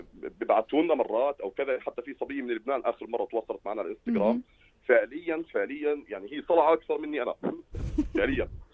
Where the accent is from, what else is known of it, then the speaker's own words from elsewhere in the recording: Aqaba, Aqaba Governorate, Jordan; now in Amman, Jordan; حتى عائلتي مقيمين بالعقبة بالمناسبة، وأنا ابن العقبة